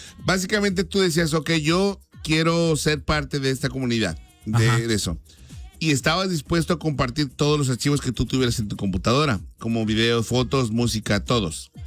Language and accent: Spanish; Mexico; moved away; Esa canción sí tenía muchos años después de que me vine de México.